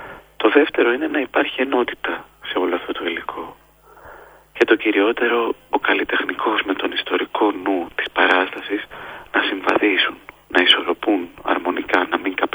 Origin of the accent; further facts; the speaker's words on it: Missolonghi, Western Greece, Greece; Όταν ήμουν μικρός και ήμουν στο Μεσολόγιο, η αδερφή μου μου τραγουδούσε κατά προτροπή του πατέρα μου τη … και έτσι μεγάλωσα με αυτό το τραγούδι